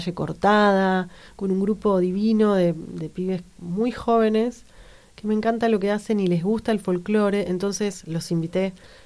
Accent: Córdoba, Argentina; born there; mi papá es de Salta, mi mamá de Córdoba, yo nací en Córdoba, tenemos parientes por todo el país

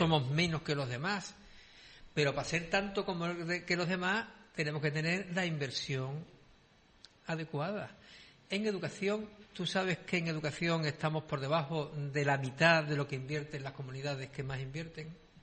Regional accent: Andalusia, Spain; si alguien utilizara la bandera de Andalucía, la bandera de mi pueblo, para eso, me asquearía. Mi bandera andaluza representa la aspiración de un pueblo a dejar de ser el último de la cola.

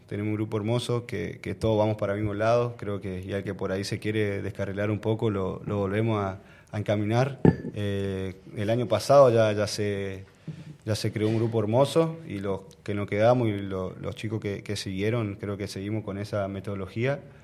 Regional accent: Argentina; esa historia que nos pasó como argentinos.

